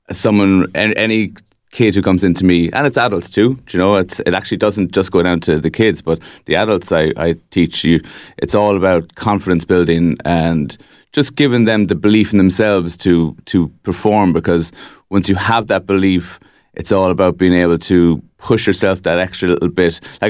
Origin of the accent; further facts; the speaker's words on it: Clonmel, Munster, Ireland; Well, I'm originally from Clonmel, and I hold Clonmel in very high regard, and there's a great scene there.